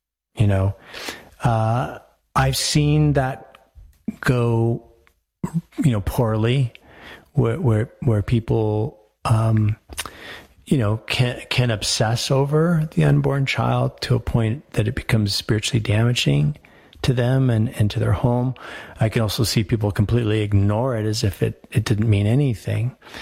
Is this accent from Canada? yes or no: no; Denver, Colorado, United States; moved away as an adult; now in Northern Colorado, United States; I loved growing up in Denver, of course, in the, you know, the 70s, I grew up in Denver. It was a much smaller place.